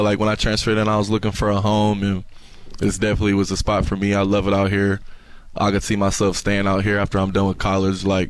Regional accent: Milan, Michigan, United States; I'm from Milan, Michigan, right by Ypsilanti. But so I say Ypsilanti, but I went to Milan High School.

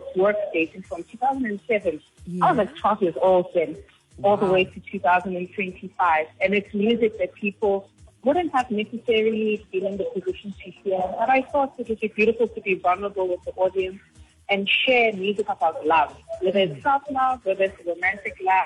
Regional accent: Pietermaritzburg, KwaZulu-Natal, South Africa; moved away; also born or lived in Durban / Vaal, Gauteng; So I was born in Durban, raised in Pietermaritzburg

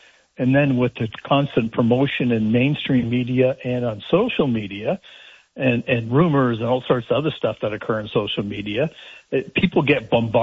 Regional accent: Sault Ste. Marie, Ontario, Canada; or I grew up in Sault Ste. Marie, I didn't hear about Toronto or Ottawa or Edmonton crime.

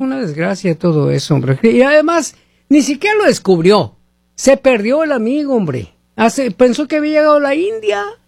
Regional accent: Mexico; moved away; mi tierra, en México

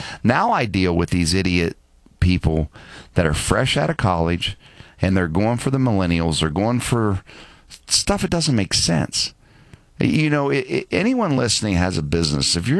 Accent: Martins Ferry, Ohio, United States; I'm from Martins Ferry

